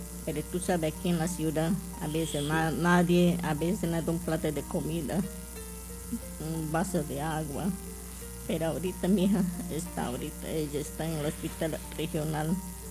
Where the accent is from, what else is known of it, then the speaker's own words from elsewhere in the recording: Pucaurquillo, Loreto, Peru; Yo vengo de la comunidad de Pucaurquillo, Río Ampiaco, comunidad nativa.